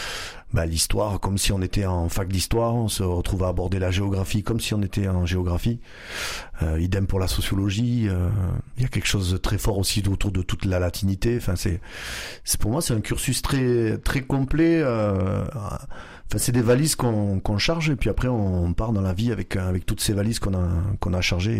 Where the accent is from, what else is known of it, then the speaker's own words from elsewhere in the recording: Bédarieux, Occitanie, France; first language Flemish; French is a second language; also born or lived in Montpellier; j'ai grandi à Bédarieux, maintenant j'habite à Lodève, j'ai été à la fac à Montpellier.